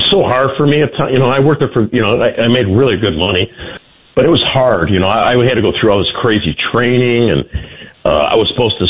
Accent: Chicago, Illinois, United States; We sent all our manufacturing to China when I was growing up in Chicago, a manufacturing city.

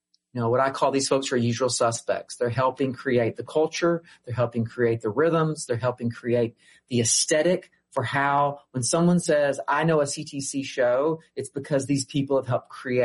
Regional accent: Arkansas, United States; I grew up in Arkansas. We did not play hockey or get on ice ponds.

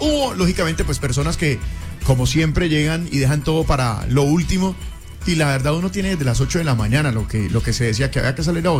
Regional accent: Colombia; Eso somos nosotros, los colombianos.

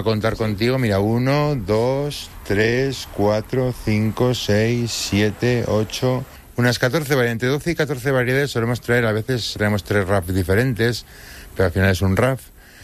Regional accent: Navarre, Spain

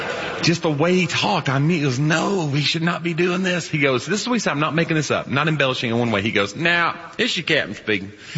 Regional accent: the South, United States; accent: Southern; I'm from the South, too, so people think if you hear a Southern accent, they immediately, like, start deducting IQ points.

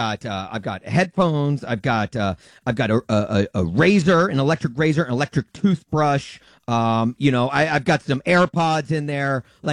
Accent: Nashville, Tennessee, United States; moved away; I flew to my hometown, Nashville, this past week.

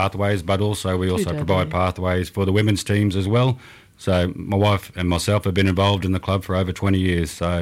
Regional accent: Queensland, Australia; my mob is Goongri Waka Waka Bindle.

